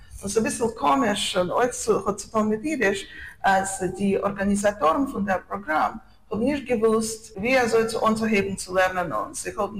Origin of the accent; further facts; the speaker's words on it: Moscow, Russia; born there; German is a second language; Shalom Aleichem, es ist größte Vergnügen zu sein und reden mit euch. Ich bin geboren in Moskau und in 1991 habe ich angehoben lernen in der russischen Universität